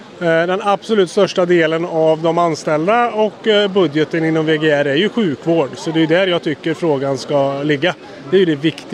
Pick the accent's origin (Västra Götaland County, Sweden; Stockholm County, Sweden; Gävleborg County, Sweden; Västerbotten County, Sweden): Västra Götaland County, Sweden; Mariestad; Jag är från Mariestad.